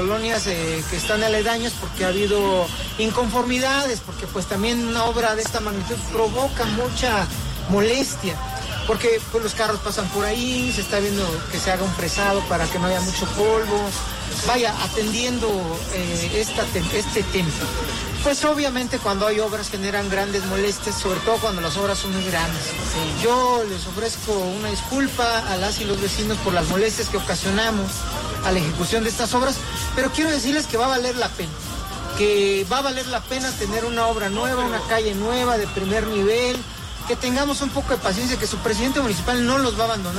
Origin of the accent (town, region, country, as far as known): Oaxaca, Mexico